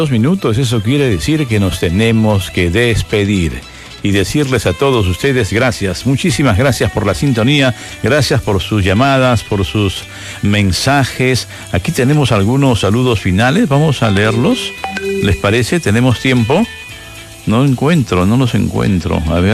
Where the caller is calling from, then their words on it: San Juan de Lurigancho, Lima, Peru; Buenas tardes, soy de San Juan de Lurigancho